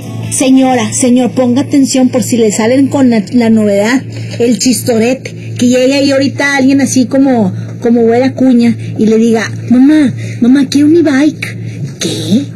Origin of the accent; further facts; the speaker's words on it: Mexico; le vamos a Checo porque somos mexicanos.